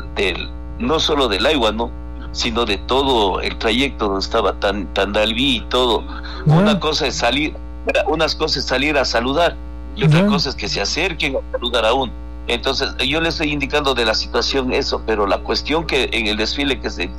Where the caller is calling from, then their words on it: Aláquez, Cotopaxi, Ecuador; yo vivo en Alaques